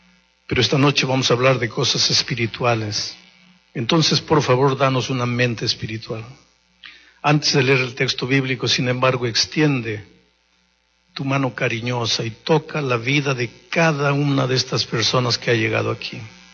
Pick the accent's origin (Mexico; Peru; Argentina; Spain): Peru; Mis amigos, aquí en el Perú, es muy, muy bueno para mí como peruano dirigir esta semana desde la tierra que me vio nacer.